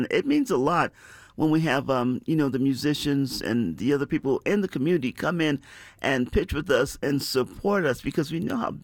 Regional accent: East Coast, United States; moved away as an adult; now in Colorado, United States; I'm telling you, in Colorado, you know, I'm from the East Coast.

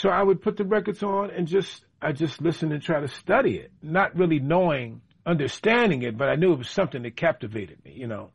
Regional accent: Chicago, Illinois, United States; I grew up in Chicago, of course.

